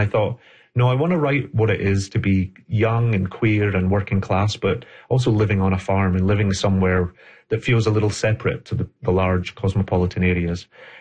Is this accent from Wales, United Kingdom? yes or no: no; Scotland, United Kingdom; a child growing up in Scotland where he's facing a lot of shame and, you know, there is poverty and addiction and sexuality issues. And I think so much of it was drawn from my own childhood.